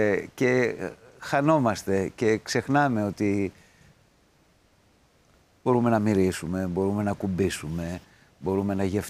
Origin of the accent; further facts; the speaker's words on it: Mytilene, North Aegean, Greece; moved away; Ναι, γεννήθηκα εκεί. Και μεγάλωσα εκεί.